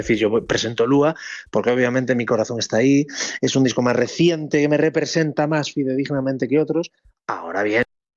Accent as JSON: {"language": "Spanish", "town": "Ferrol", "region": "Galicia", "country": "Spain", "said": "me siento aún más en casa, que soy de Ferrol"}